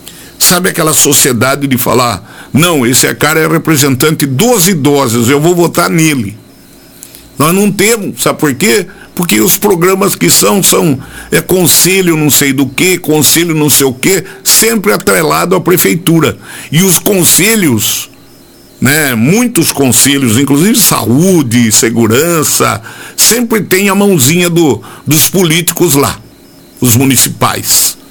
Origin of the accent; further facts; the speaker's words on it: Brazil